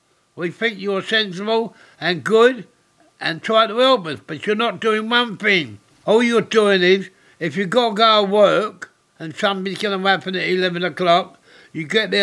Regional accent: London, United Kingdom; born there; I was born, I'm 81, I was born in Deptford 81 years ago.

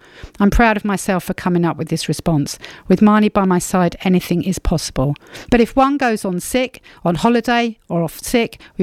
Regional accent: East of England, United Kingdom; now in Bermondsey, United Kingdom; although I'm from Essex, I was in Bermondsey at the time

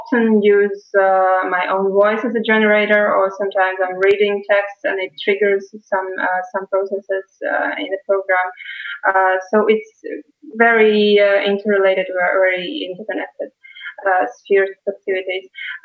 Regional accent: Latvia; first language Russian; English is a second language; I'm from Russian minority in Latvia with that background from Russian community. So it's mostly, I use Latvian for communication

